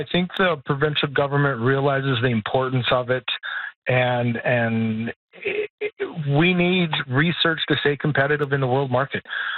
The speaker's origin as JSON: {"language": "English", "town": "Indian Head", "region": "Saskatchewan", "country": "Canada", "tie": "born or raised there", "said": "Because we're Indian Head, the beautiful. It's a great town. I mean, I've lived here all my life, and I will stay here. It's a wonderful community."}